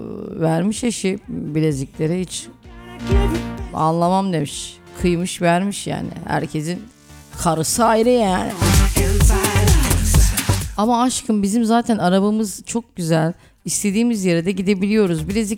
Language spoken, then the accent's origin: Turkish; Düzce, Turkey; moved away as an adult; also born or lived in Istanbul; Bak ben de Düzceliyim. Ben de Düzceliyim.